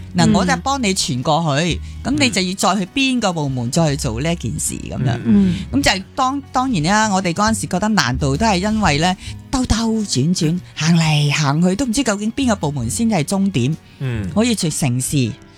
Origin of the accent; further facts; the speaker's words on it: Hong Kong; 其实几关我哋香港人士嘅，